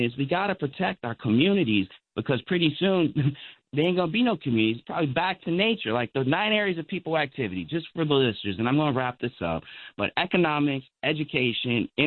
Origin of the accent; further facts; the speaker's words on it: Chicago, Illinois, United States; You know, I grew up in Chicago. We had organized baseball, but again, it's just the disinvestment, right?